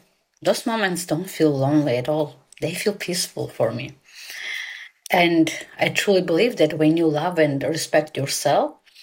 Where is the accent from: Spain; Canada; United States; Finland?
Spain; Barcelona, Catalonia; from Barcelona in Spain.